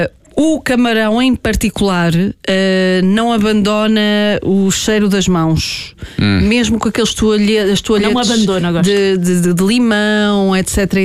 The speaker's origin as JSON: {"language": "Portuguese", "country": "Portugal", "said": "Mas eu sou tuga, como o resto das coisas à mão, gente."}